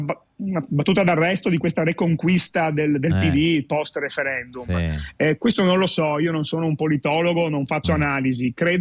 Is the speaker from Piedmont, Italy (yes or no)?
no; Venice, Veneto, Italy; Io sono nato e cresciuto a Marghera, che è un quartiere popoloso della terraferma veneziana con tante contraddizioni